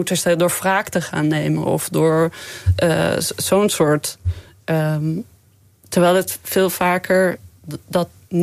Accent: Groningen, Netherlands; Ja, ik ben gewoon Nederlands uit Groningen.

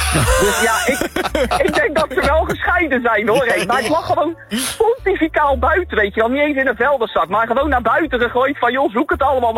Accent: Rotterdam, South Holland, Netherlands; Echt geboren en getogen in het wijkje Feyenoord. En mijn ouders die wonen er nog steeds, waar ik ben geboren.

